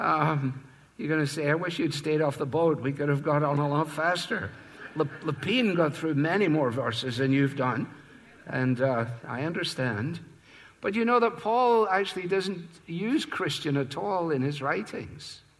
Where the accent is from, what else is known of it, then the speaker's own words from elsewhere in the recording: Scotland, United Kingdom; as a Scotsman